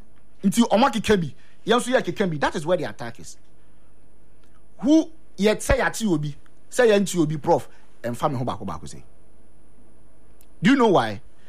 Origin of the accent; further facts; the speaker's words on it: Ghana; As a Ghanaian, as a communications person